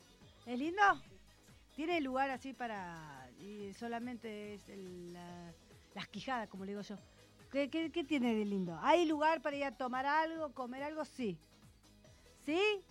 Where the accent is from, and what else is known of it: Argentina